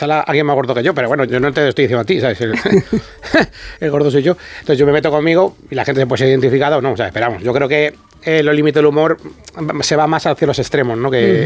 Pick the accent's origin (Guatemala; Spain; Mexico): Spain; Aranjuez, Community of Madrid